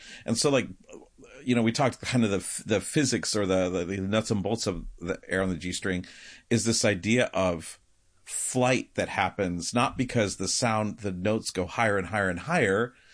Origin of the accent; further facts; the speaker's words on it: Michigan, United States; So I'm from, if you're on the radio, you can't see me, but I'm holding up my hand as a true Michigander because this is how we use body parts for directions.